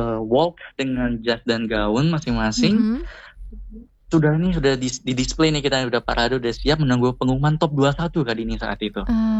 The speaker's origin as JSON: {"language": "Indonesian", "region": "West Nusa Tenggara", "country": "Indonesia", "said": "Sedangkan saya dari Sumbawa yang menginjakan kaki pertama kali loh naik pesawat terbang ke sana."}